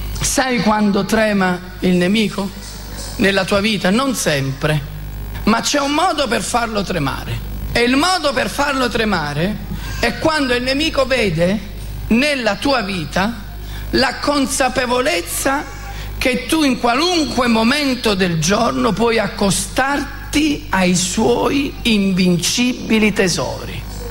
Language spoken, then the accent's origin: Italian; Naples, Campania, Italy; Io sono napoletano, hai una bandiera, anche.